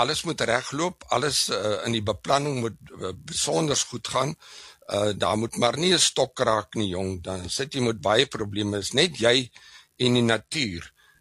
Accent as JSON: {"language": "Afrikaans", "region": "Western Cape", "country": "South Africa", "tie": "born or raised there", "said": "Weet jy, ek het my eerste 10 jaar het ek op in die Boland groot geword, waar ons gewoon het in op 'n plaas Wysesdrift langs die bekende Breerivier in die omgewing van Goudini Bad, Goudini Spa"}